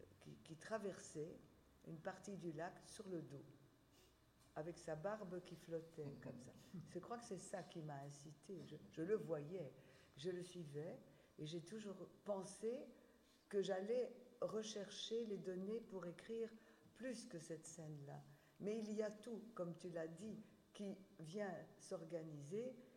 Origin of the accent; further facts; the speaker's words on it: Wallonia, Belgium; puisque je suis du Borinage, donc je suis née là, j'y habite depuis, vous aussi, depuis mon enfance, depuis ma naissance.